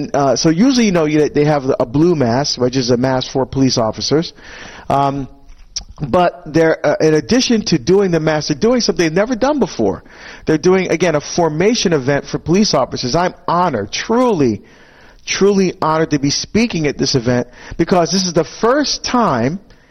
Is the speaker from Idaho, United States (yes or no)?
no; New Jersey, United States; also born or lived in Barbados; And I'm also back in my home state of New Jersey. I always get a little nostalgic when I come back home.